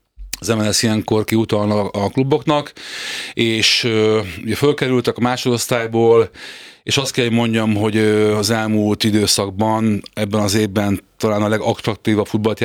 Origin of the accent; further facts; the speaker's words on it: Budapest, Hungary; also born or lived in Győr; Én fogok válaszolni, mert Győrött születtem. Sajnos nem mostanában, 51 évvel ezelőtt, bár korán fölkerültem Budapestre egészen kiskoromba, de játszottam is Győrött